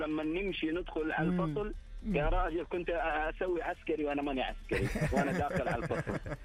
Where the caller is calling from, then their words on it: Jeddah, Makkah Province, Saudi Arabia; أنا من جدة والله.